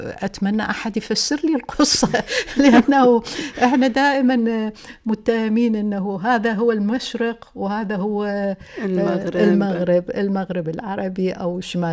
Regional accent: Iraq; عندنا بالعراق

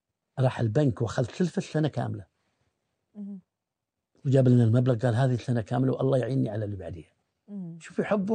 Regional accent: Bahrain; احنا عندنا في البحرين

